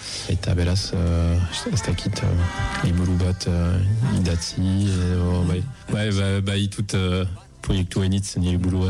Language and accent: Basque; Tuscany, Italy; Basque is a second language; moved away as an adult; now in France; Italiakoa naiz, Tuskanakoa, baina 2000 eta batetik Euskaren bizi naiz.